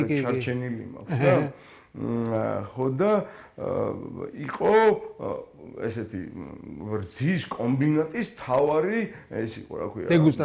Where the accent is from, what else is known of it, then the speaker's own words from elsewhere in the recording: Tbilisi, Georgia; მე დავიბადე ქალაქ თბილისში 1971 წელს 23 ივლისს